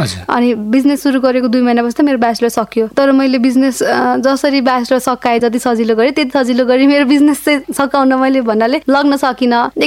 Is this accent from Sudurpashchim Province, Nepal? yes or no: yes; Dhangadhi, Sudurpashchim Province, Nepal; moved away; अब म हुर्केको जन्मेको हुर्केको क्लास 6 पढेको धनगढीमा कैलालीमा